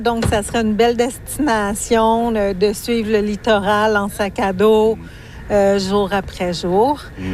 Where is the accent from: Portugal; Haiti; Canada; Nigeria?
Canada; Quebec; Je suis des Laurentides au Québec.